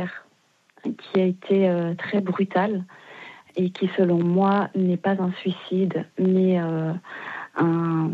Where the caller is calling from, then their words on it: Grand Est, France; Je vous appelle d'Alsace.